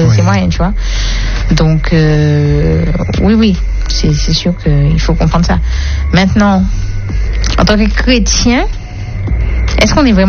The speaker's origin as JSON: {"language": "French", "country": "Martinique", "said": "Oui, je suis une vraie Martiniquaise dans l'âme, le corps et l'esprit."}